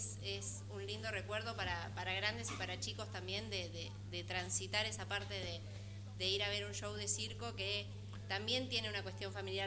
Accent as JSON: {"language": "Spanish", "town": "Carmen de Areco", "region": "Buenos Aires Province", "country": "Argentina", "tie": "born there", "said": "Yo nací en Carmen de Areco porque el circo estaba ahí, mi hermano en San Juan, mi hijo en San Luis"}